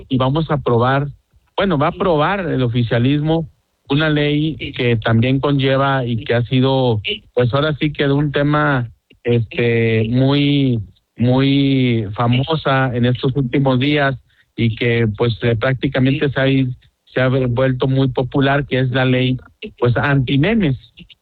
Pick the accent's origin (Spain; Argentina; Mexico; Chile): Mexico